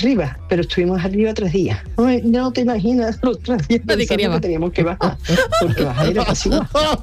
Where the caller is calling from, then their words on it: Seville, Andalusia, Spain; Buenos días … de Sevilla.